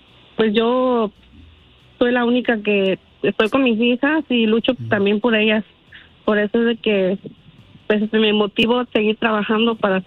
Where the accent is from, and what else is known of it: Guanajuato, Mexico; now in Indiana, United States